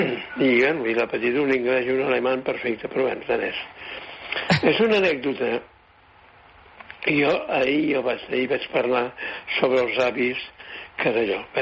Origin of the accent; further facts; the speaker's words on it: Vic, Catalonia, Spain; No, jo sóc de Vic, com sabreu